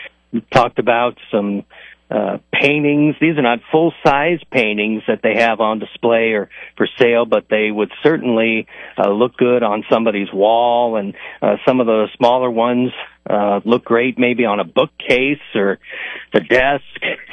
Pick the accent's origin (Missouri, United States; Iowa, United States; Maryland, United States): Missouri, United States; St. Louis; moved away; Coming from St. Louis, I grew up on Fitz's